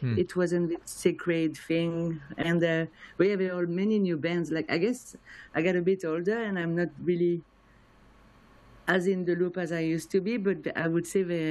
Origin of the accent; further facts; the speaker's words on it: France; moved away as an adult; now in Montreal, Canada; I'm from France, but I came to Montreal to do an internship 15 years ago, and then I wanted to stay, and I started to play music in Montreal, and I stayed. So I feel like Montreal is my home now.